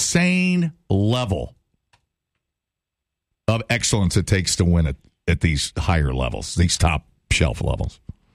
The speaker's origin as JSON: {"language": "English", "region": "Ohio", "country": "United States", "said": "I'm torn on Cleveland because I'm from Ohio, so it'd be cool."}